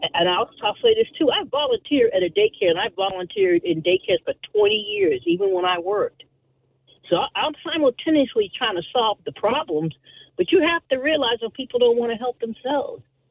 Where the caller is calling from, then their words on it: New York, United States; I'm a New Yorker and I'm from a Trinity background.